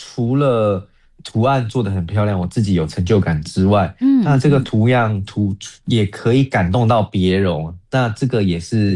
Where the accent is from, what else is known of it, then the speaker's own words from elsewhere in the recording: Taiwan; 我代表台湾，那我们来自这块土地